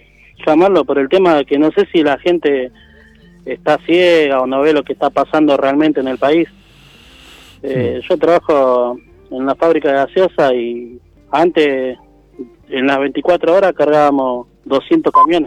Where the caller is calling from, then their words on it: Pilar, Buenos Aires Province, Argentina; Yo soy de acá, de Pilar, que bueno. Estoy trabajando. Soy de Pilar, zona norte de Buenos Aires.